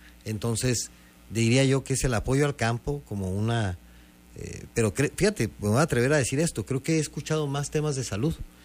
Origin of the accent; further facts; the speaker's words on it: Ciudad Juárez, Chihuahua, Mexico; en Juárez, pues es mi tierra